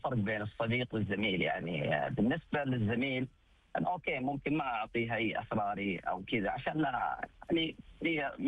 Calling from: Jeddah, Makkah Province, Saudi Arabia

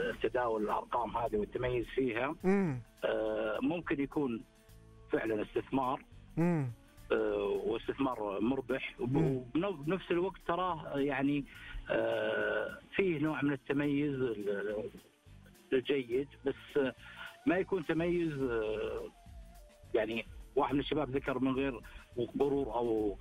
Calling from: Riyadh, Riyadh Province, Saudi Arabia; من الرياض.

